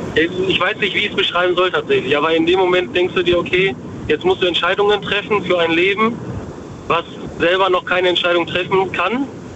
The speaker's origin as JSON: {"language": "German", "town": "Dortmund", "region": "North Rhine-Westphalia", "country": "Germany", "said": "aus Dortmund eigentlich."}